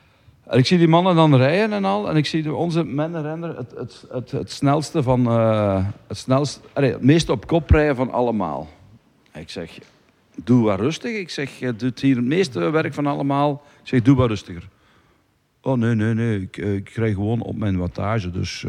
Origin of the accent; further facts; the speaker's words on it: Belgium; voor ons als Belgen